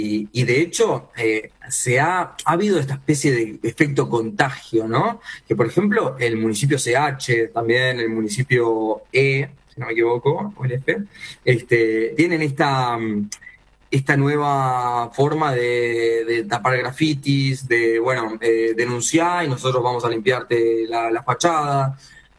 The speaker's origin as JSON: {"language": "Spanish", "region": "Montevideo", "country": "Uruguay", "said": "Somos todos montevideanos acá en su mayoría"}